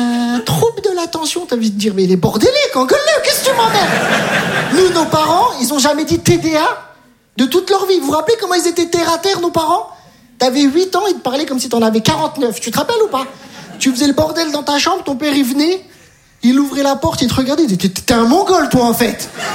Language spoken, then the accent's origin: French; Metz, Grand Est, France; C'est un rêve pour moi de faire de la scène. Je viens de Metz, j'ai tout abandonné.